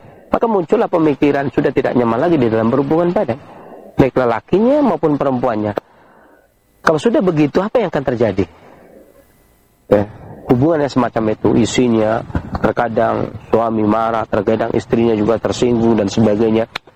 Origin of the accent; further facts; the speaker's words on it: Indonesia; negeri kita Indonesia